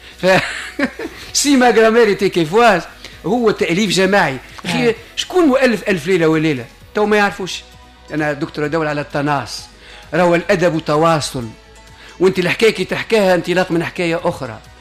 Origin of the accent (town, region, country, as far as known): Tunisia